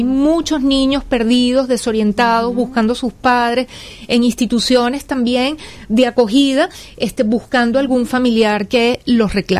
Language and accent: Spanish; Venezuela; moved away as an adult; now in Mexico